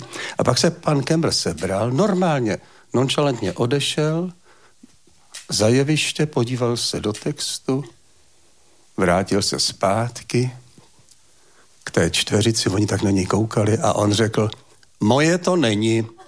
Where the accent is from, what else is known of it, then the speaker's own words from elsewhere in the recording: Plzeň, Plzeň Region, Czechia; já jsem z Plzně a tam dlím, tam svůj život jako utrácím